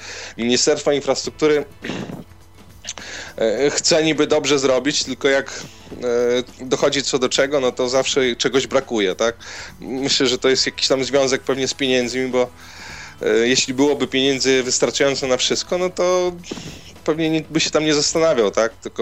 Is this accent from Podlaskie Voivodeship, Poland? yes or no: yes; Białystok, Podlaskie Voivodeship, Poland